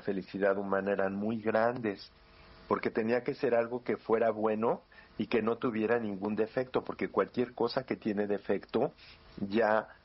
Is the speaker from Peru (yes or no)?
no; Mexico